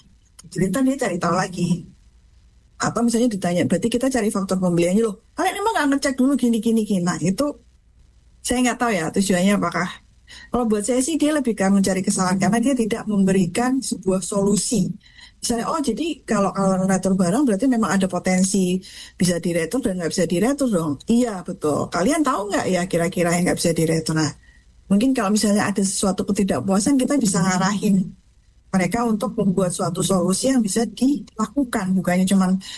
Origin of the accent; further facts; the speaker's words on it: Java, Indonesia; Kalau mungkin saya orang Jawa di situ kaget gitu ya